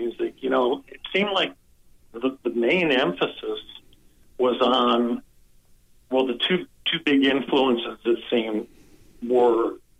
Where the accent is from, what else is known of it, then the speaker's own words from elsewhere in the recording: Michigan, United States; songs from Michigan, you know, from my home state